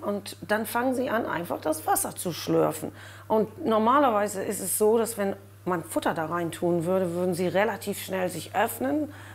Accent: Ireland; now in Germany; Ich komme aus Irland

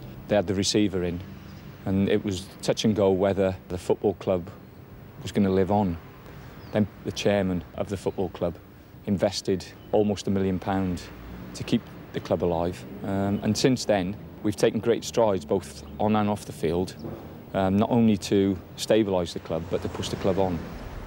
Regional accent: Newport, Wales, United Kingdom; I'm originally from South Wales. I was brought up in not far from the docks in Newport.

